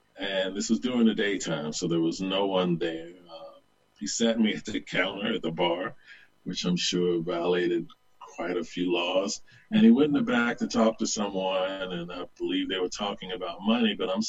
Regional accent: the South, United States; born or raised there

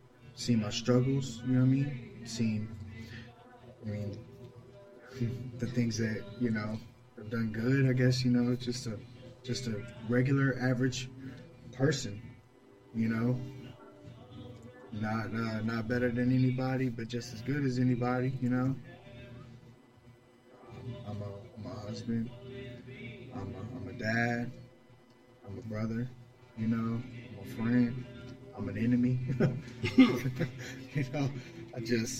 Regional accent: Mississippi, United States; moved away; also born or lived in Virginia; So I was born in Virginia, but I guess we left there when I was a real little kid, like probably like two, maybe. I had a lot of my childhood raised in Mississippi

